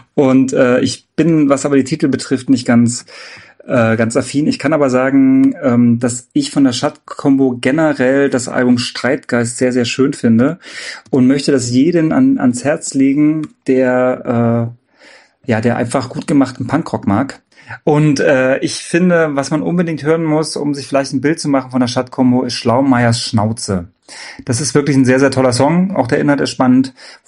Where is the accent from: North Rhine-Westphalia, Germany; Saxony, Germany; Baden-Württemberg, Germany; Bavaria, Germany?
Saxony, Germany; Ja, wir kommen ja aus Sachsen.